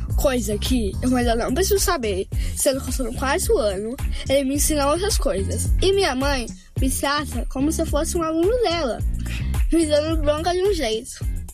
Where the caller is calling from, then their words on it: São Paulo, Brazil; eu moro em São Paulo, no estado de São Paulo, na cidade de São Paulo